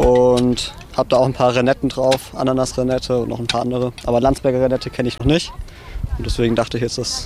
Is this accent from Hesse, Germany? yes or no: yes; Hesse, Germany; now in Hohenheim, Germany; ich komme ursprünglich aus dem Großraum Darmstadt, studiere jetzt seit diesem Semester in Hohenheim Agrarwissenschaften.